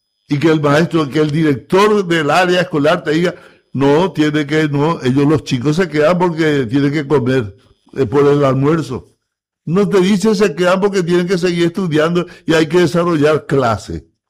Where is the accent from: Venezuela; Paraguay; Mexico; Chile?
Paraguay